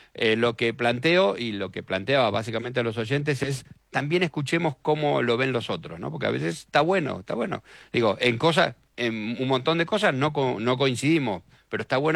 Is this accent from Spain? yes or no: no; Argentina; para un país como nosotros, para un país como la Argentina.